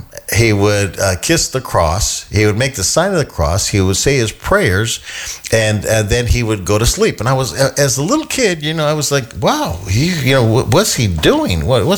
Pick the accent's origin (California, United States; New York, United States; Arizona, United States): Arizona, United States; Phoenix; born there; also born or lived in Ajo, Arizona / Flagstaff, Arizona; When we moved to Phoenix, Arizona, we were raised the white way.